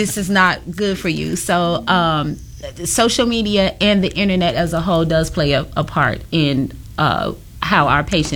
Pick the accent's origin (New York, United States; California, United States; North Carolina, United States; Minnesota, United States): California, United States; Inglewood; I am born and raised in Inglewood